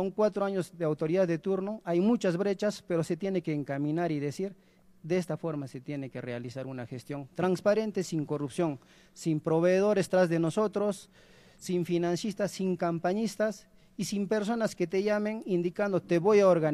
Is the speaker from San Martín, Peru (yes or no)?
no; Cotabambas, Apurímac, Peru